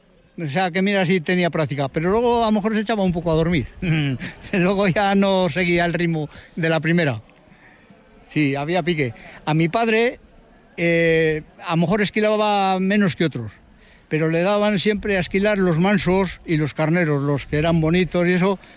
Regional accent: Brieva de Cameros, La Rioja, Spain; Que soy de aquí de Briva de Cameros, nacido y me he criado aquí toda la vida

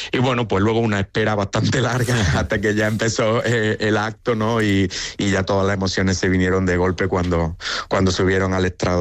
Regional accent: Andalusia, Spain; moved away as an adult; yo siempre quise volver a casa, volver a mi tierra en Andalucía para convertirme en investigador profesional y bueno, desde agosto he podido hacerlo

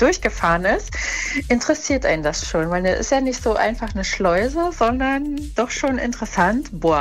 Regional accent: Eberswalde, Brandenburg, Germany; born there; now in Fredersdorf, Germany; Ich bin aus Eberswalde ursprünglich, also als kleines Kind war ich schon

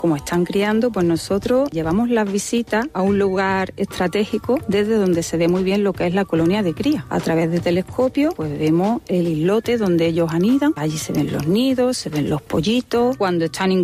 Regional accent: Humilladero, Andalusia, Spain; soy de Humilladero, un pueblo cerquita de Fuente de Piedra.

